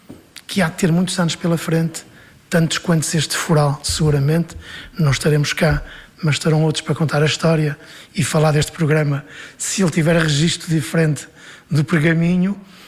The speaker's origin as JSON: {"language": "Portuguese", "town": "São João da Pesqueira", "region": "Norte", "country": "Portugal", "said": "E de forma que o Douro para mim é a minha terra e eu vivo isto numa dupla dimensão sempre."}